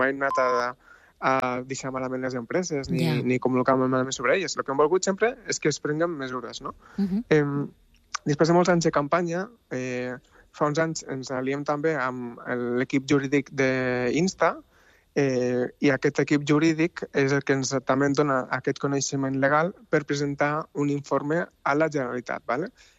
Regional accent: Tarragona, Catalonia, Spain; now in Basque Country, Spain; Bueno, jo sóc de Tarragona, eh? Però jo estic vivint al País Basc

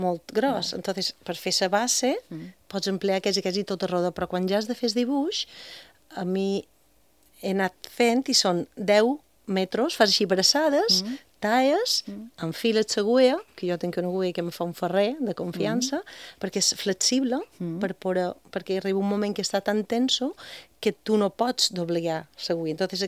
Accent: Bunyola, Balearic Islands, Spain; la fira de Bunyola, del meu poble, que és per Santa Catalina

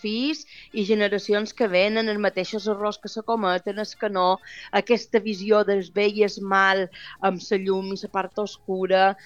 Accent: Mallorca, Balearic Islands, Spain; aquest amic nostre és de Menorca, nosaltres som de Mallorca

